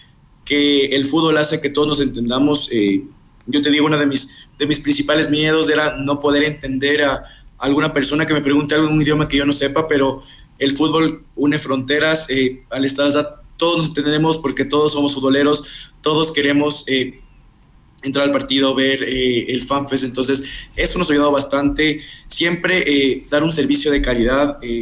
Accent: Ecuador; me da mucho orgullo ser ecuatoriano

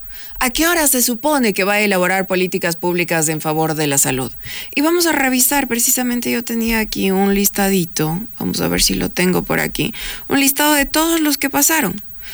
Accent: Ecuador; lo que estamos pasando los ecuatorianos en materia de salud

